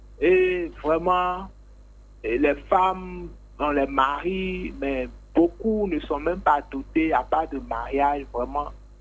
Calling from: Abidjan, Côte d’Ivoire; j'appelle de Cocody.

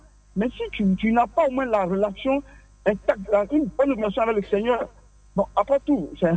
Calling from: Abidjan, Côte d’Ivoire; Depuis la Riviera Faya.

